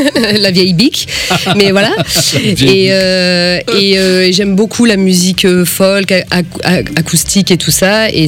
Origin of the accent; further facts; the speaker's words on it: Marseille, Provence-Alpes-Côte d'Azur, France; je suis marseillaise